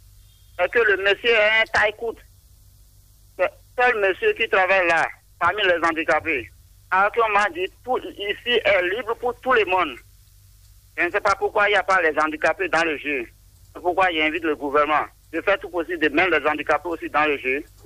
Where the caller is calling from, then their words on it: Benin; Je vous appelle depuis Saint-Pierre.